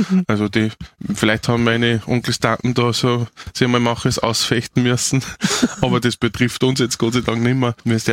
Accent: Perg, Upper Austria, Austria; Also konkret kommen wir aus Perg, aus Bergkirchen, aus Windhag bei Perg, Hagenberg, Papnerkirchen und Rechberg.

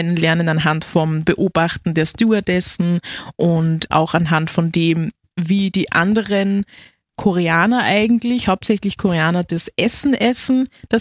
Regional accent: Upper Austria, Austria; weil es gibt zwar bei uns in Oberösterreich auch Asia-Shops

